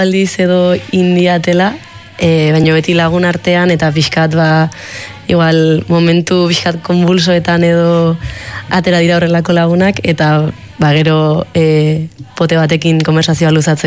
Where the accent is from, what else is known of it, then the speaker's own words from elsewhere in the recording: Lasarte-Oria, Basque Country, Spain; born there; txikitan lasarten hasi nintzen baleta edo egiten